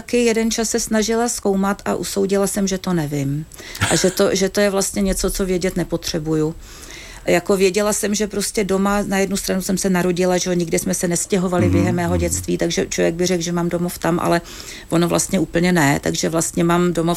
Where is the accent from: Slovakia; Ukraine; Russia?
Russia; now in United Kingdom; A musela jsem teda vysvětlovat, proč teda nejsme Rusové a jak to, že nejsme Rusové, když jsme z Ruska.